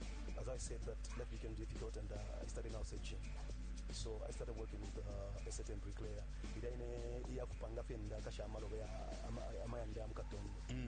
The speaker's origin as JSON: {"language": "English", "town": "Kabwe", "region": "Central Province", "country": "Zambia", "tie": "born there", "also_born_or_lived": "Mufulira, Zambia", "said": "then we came here in Kabwe in 1994."}